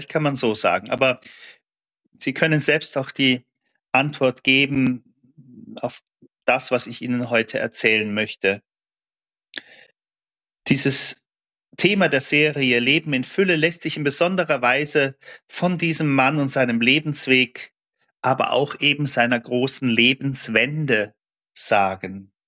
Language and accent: German; Saarbrücken, Saarland, Germany; das bei uns im Saarland etwa 20 Kilometer entfernt von meinem Heimathaus in Saarbrücken gelegen ist, in Buß bei Völklingen.